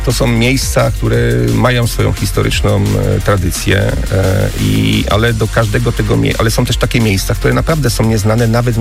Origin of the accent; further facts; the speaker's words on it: Warsaw, Masovian Voivodeship, Poland; Ja mówię, poznałem ten teren jako warszawiak, ale ja nie byłem na południowym Mazowszu.